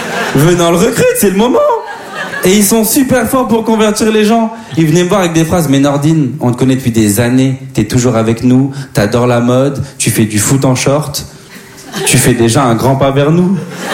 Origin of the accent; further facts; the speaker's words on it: DR Congo; Eh, hey, moi, je suis congolais, hein. On aime les femmes, mais on préfère les vêtements.